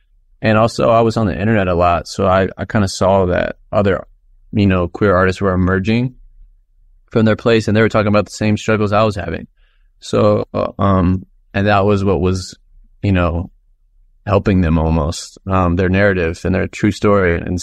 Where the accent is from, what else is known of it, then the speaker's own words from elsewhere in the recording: United States; I'm from here. They're like, nah, where are you really from? And I'm like, I'm from here. I'm American. I was born in America.